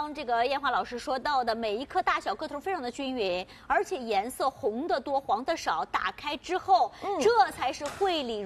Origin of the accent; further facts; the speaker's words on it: Shanghai, China; 所以我们上海人啊，不同的时节就是要不吃不同的食物